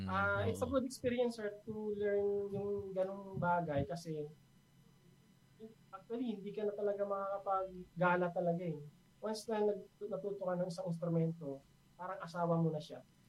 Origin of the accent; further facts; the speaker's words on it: Bicol Region, Philippines; now in Manila, Philippines; Pero nasa Manila ako, sir. That was Bicol province before. Taga-Bicol talaga ako original.